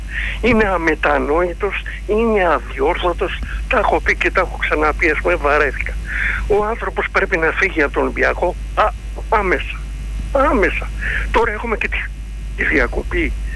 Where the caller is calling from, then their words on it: Attica, Greece; από τα Βόρεια Προάστια.